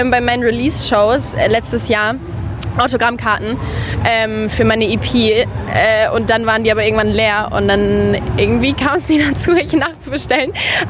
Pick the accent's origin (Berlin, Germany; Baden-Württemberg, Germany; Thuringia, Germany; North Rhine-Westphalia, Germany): Baden-Württemberg, Germany; Karlsruhe